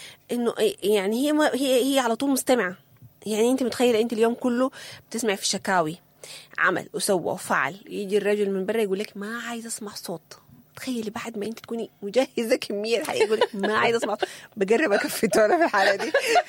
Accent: Sudan; احنا كسودانيين

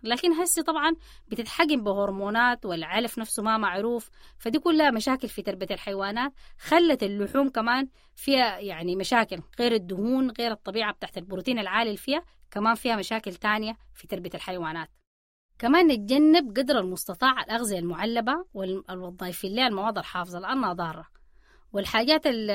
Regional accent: Sudan; احنا كسودانيين طبعا بنحب اللحمة

